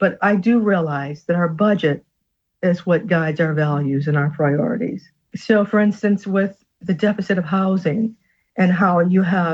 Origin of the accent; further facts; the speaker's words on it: Battle Creek, Michigan, United States; I'm made in Battle Creek. I don't know whether you knew that or not. I grew up in the Washington Heights neighborhood of Battle Creek, attended Dudley, Northwestern.